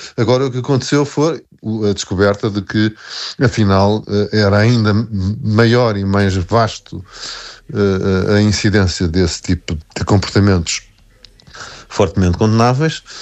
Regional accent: Portugal

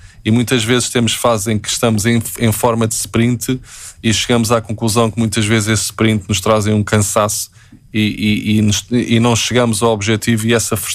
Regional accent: Portugal; e toda a gente, quando digo que sou português, automaticamente falam de Lisboa, falam do Porto, falam do Douro, falam do Alentejo.

